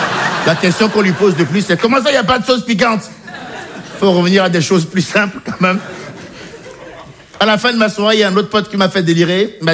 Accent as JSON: {"language": "French", "country": "Benin", "tie": "born or raised there"}